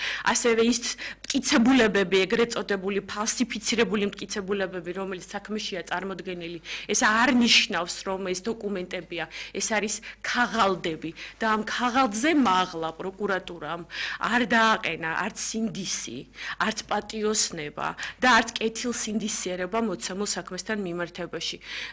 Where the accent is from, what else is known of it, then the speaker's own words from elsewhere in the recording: Khobi, Samegrelo-Zemo Svaneti, Georgia; ჩვენ წარმოშობით ხობიდან ვართ